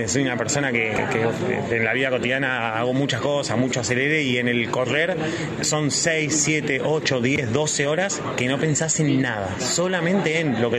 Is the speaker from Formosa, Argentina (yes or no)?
no; Dina Huapi, Río Negro, Argentina; yo soy de Dinahuapi, Bariloche, mucho frío, nieve